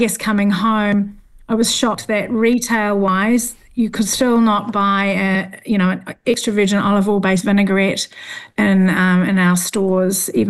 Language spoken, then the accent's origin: English; Northland, New Zealand; From a foodie family background, growing up in the Bay of Islands, we grew everything. We fished every day.